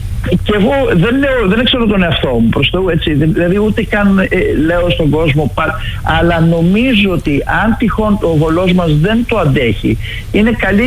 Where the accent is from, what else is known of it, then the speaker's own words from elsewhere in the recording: Greece; εμείς σαν Έλληνες